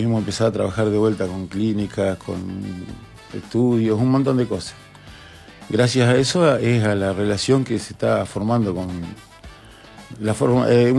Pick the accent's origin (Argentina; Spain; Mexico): Argentina; somos argentinos.